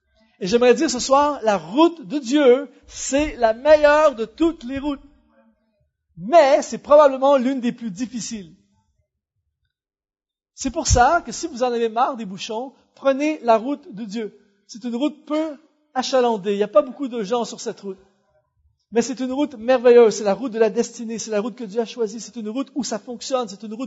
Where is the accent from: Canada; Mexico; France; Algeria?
Canada; j'ai vécu une expérience de fou chez nous au Canada il y a quelques mois de ça